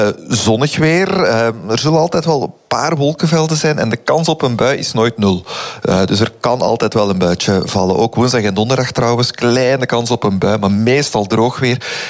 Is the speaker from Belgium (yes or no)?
yes; Flemish Brabant, Belgium; Nu, ik ben van Vlaams-Brabant, zou dat nog wel.